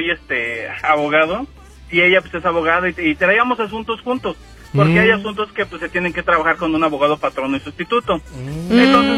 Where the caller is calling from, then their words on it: Mexico City, Mexico; Estoy exactamente en Calzada Legaria y Río San Joaquín.